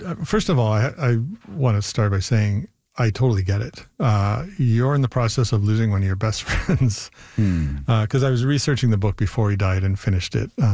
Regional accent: Canada; an exciting time to be a Canadian.

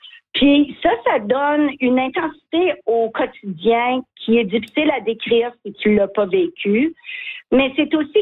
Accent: Mattawa, Ontario, Canada; parce que moi, je viens de Mattawa.

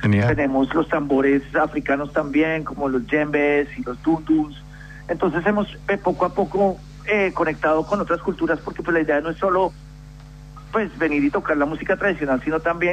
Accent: Bogotá, Bogotá D.C., Colombia; now in Melbourne, Australia; Yo crecí en Bogotá

